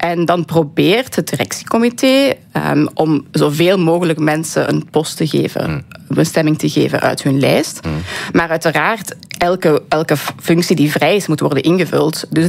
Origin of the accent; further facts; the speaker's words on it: Belgium; moved away as an adult; also born or lived in Dublin; now in Washington, United States; Inderdaad, ik ben 3 weken in België.